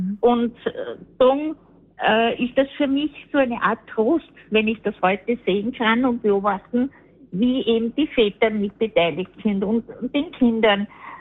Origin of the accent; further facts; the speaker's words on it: Salzburg, Austria; born there; Ich muss mal dazu sagen, ich bin stolze, gebürtige Salzburgerin.